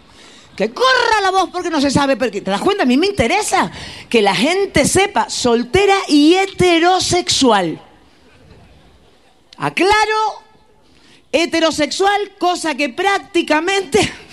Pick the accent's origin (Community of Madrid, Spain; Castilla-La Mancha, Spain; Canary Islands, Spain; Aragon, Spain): Canary Islands, Spain; El Paso; moved away; Aparte que yo soy del Paso, del pueblo donde reventó el volcán. Soy del Paso.